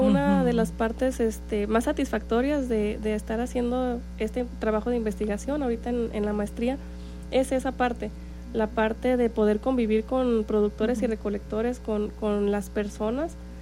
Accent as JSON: {"language": "Spanish", "town": "Tonaya", "region": "Jalisco", "country": "Mexico", "tie": "born or raised there"}